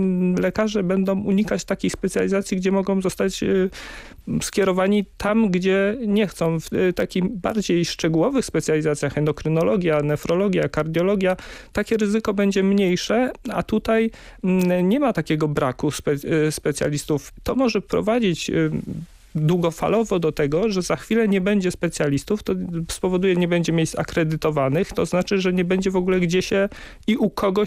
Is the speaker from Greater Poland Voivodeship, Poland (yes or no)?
yes; Greater Poland Voivodeship, Poland; u nas w Wielkopolsce na przykład, które jest bardzo rozciągnięta